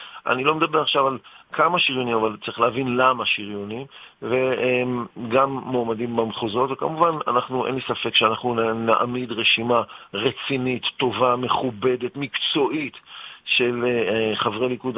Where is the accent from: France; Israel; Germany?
Israel; Netanya, Central District; born there; בנתניה, עיר הולדתי